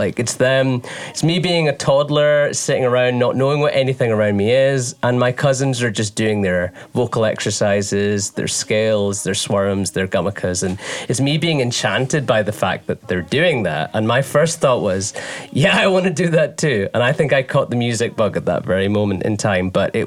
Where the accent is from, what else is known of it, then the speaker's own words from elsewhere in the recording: United Kingdom; also born or lived in Tamil Nadu, India; I was born there, but as you can tell from my voice, I grew up in the UK. And yeah, it's been a long journey of finding out my relationship to being South Indian, my relationship to being Tamil, because I grew up in a very white working class town